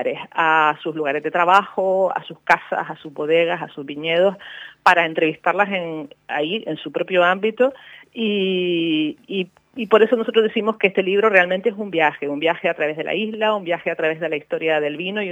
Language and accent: Spanish; Las Palmas de Gran Canaria, Canary Islands, Spain; yo soy una mujer de ciudad, yo soy una mujer de Las Palmas.